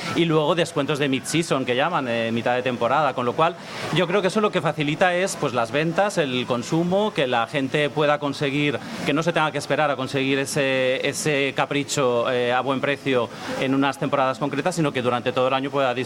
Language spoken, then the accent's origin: Spanish; Valencian Community, Spain; Pues yo soy valenciano, pero mi abuelo era de un pueblo de Alicante que se llama Pueblo de Benitatxell, y allí es donde he pasado yo mis veranos de infancia